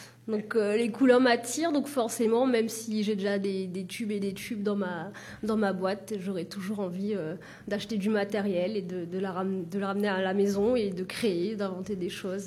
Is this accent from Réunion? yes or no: yes; Les Avirons, Réunion; now in La Possession, Réunion; je suis originaire de La Réunion, donc des Avirons. J'habite actuellement à La Possession.